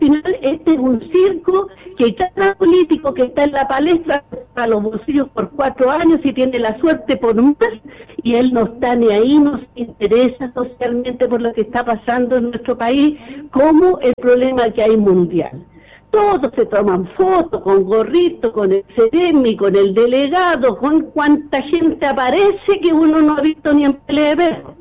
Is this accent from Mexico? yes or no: no; Chile; somos todos chilenos